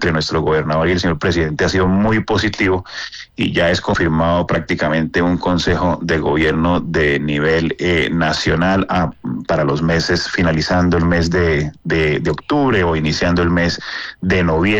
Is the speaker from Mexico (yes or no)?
no; Santander, Colombia; que se convierte en un área estratégica para nosotros como santandereanos